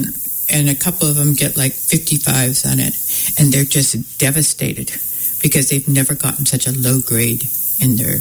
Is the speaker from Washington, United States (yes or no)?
yes; Spangle, Washington, United States; I'm from Spangle, which is about 20 miles south of here.